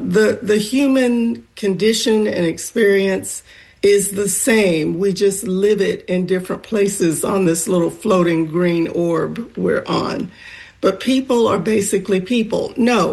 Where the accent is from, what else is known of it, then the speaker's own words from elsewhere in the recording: Florida, United States; their memories and their experiences mirrored my own growing up in Northwest Florida during the time that we were talking about in the documentary.